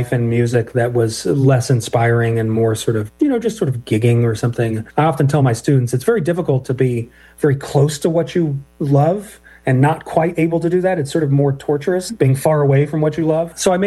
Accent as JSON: {"language": "English", "region": "California", "country": "United States", "moved": "as an adult", "lives_now": "Amherst, United States", "said": "I'm originally from California, and when I moved to Western Massachusetts 18 years ago"}